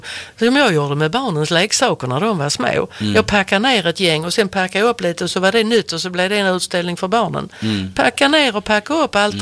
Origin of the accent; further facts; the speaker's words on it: Malmö, Skåne, Sweden; Men det finns ju redan i Malmö. Precis. Där jag växte upp ute på Erikslust.